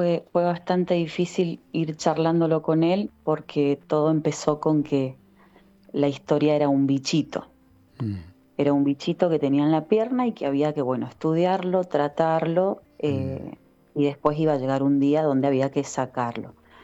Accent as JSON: {"language": "Spanish", "region": "Mendoza", "country": "Argentina", "moved": "as an adult", "lives_now": "Neuquén, Argentina", "said": "Nosotros somos mendocinos, pero vivimos en Neuquén hace ya 5 años. Entonces toda nuestra familia, todo nuestro pilar está en Mendoza."}